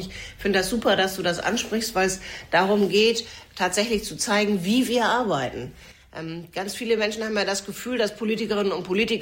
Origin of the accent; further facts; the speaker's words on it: Bremen, Germany; Ich komme aus Bremen, auch ganz ursprünglich.